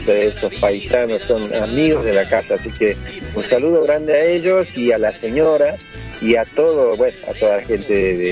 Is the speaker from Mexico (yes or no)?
no; Argentina; born there; también son de allá de mi pago, ellos nacieron también en el paraje Mochimo, donde yo nací